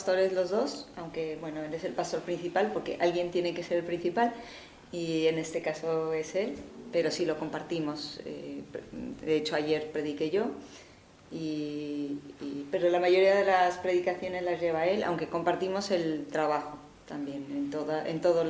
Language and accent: Spanish; Mexico; moved away as an adult; now in Spain; yo soy de México originariamente. Y bueno, nací y crecí ahí. Y con 22 años vine a España como misionera.